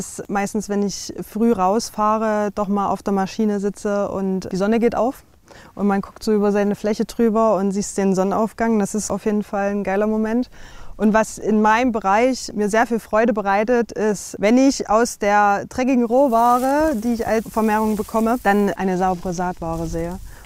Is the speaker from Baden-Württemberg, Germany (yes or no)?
no; Saxony, Germany; 24 Jahre alt, gelernte Landwirtin. Und komme ursprünglich aus der Nähe von Torgau und bin jetzt hier im Heideservice Dahlen für die Saatgutveredelung zuständig.